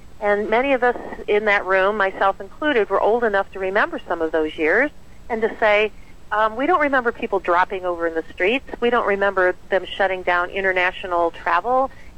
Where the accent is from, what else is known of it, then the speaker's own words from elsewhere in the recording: Cleveland, Ohio, United States; I'm a physician from Cleveland, Ohio